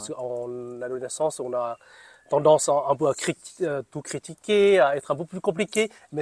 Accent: Northern Vietnam, Vietnam; now in France; Alors je viens du Vietnam, du nord du Vietnam, il y a presque 20 ans.

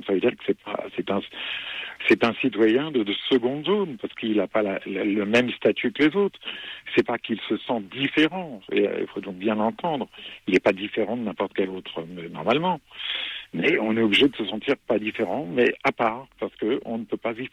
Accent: France; c'est difficile d'être juif et français, mais bon, moi, je résiste et persiste et je reste en France parce que c'est ma terre natale, c'est mon pays, c'est ma culture

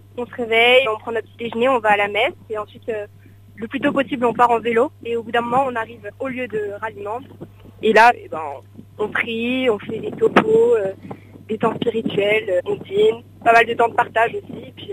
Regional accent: Reims, Grand Est, France; born or raised there

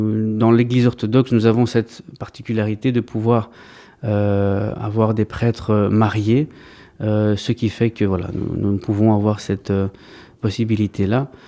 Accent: Brussels, Brussels-Capital Region, Belgium; also born or lived in Greece; Et donc, je suis né en Grèce moi-même, mais j'ai grandi ici en Belgique, à Bruxelles plus précisément.

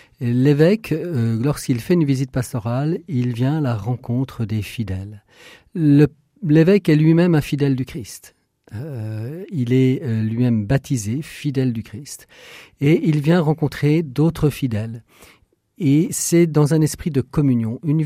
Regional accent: France

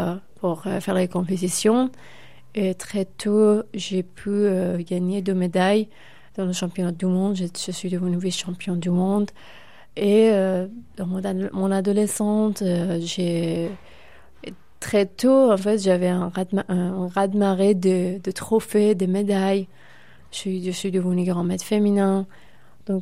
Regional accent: Iran; French is a second language

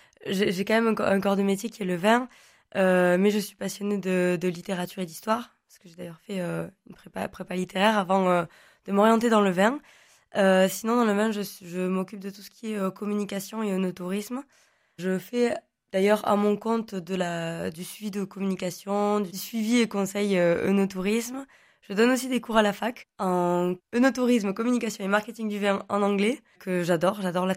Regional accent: France; first language Occitan; French is a second language; J'ai appris le français en deuxième langue à la maison et à l'école. Mais donc, c'est mon père qui est linguiste et qui a écrit une méthode de langue en occitan, donc … qui donc m'a appris la langue.

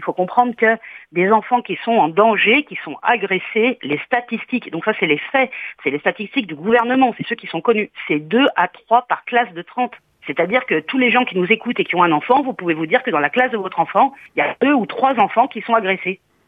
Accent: Ajaccio, Corsica, France; Alors c'est vrai que pour l'instant, nous, on est tous des Ajacciens, ou sur le secteur d'Ajaccio, vous voyez, de la CAPA ou du secteur.

